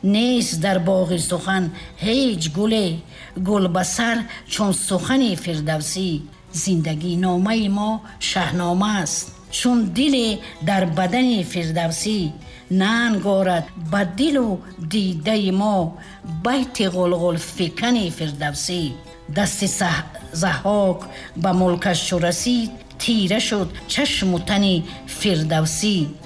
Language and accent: Persian; Tajikistan; در کوچه و بازارها میشناختن که ما مردم تاجیک هستیم.